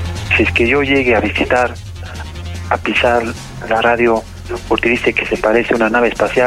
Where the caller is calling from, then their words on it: Peru; Somos iguales, somos peruanos.